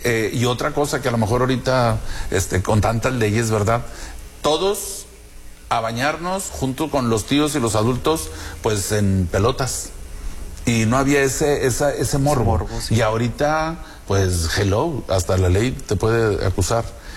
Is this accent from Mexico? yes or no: yes; Zaragoza, Coahuila, Mexico; born there; now in Piedras Negras, Mexico; yo vengo también de Zaragoza, mi familia viene de Zaragoza, de campo, de rancho, de animales, del monte.